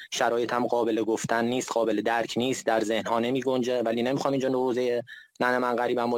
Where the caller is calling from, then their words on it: Iran; ما ایرانی هستیم، ما هزاران سال تمدن داریم.